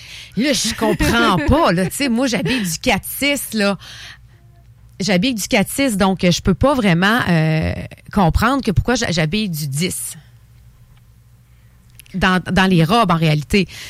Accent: Thetford Mines, Quebec, Canada; Moi, je viens de Tetford Mines.

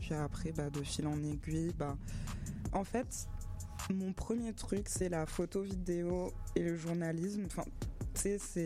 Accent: Southern France, France; moved away as an adult; also born or lived in Guadeloupe / London / Paris; En gros, je suis née en Guadeloupe, j'ai grandi dans le sud de la France. J'ai fait Londres, après j'ai fait Paris

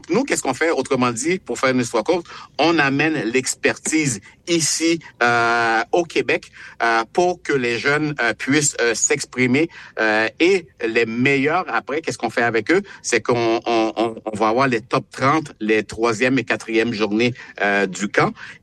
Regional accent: Haiti; moved away; je viens d'Haïti.

